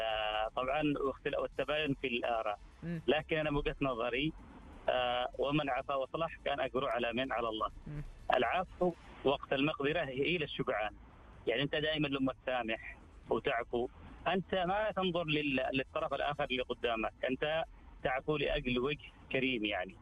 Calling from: Dammam, Eastern Province, Saudi Arabia; من الدمام.

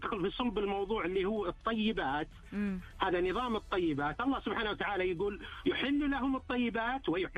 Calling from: Saudi Arabia; عندنا في السعودية

